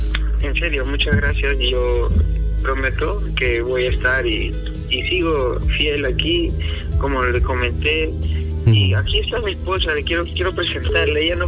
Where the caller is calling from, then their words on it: Chimbote, Ancash, Peru; Y aquí seguimos en sintonía, desde Chimbote.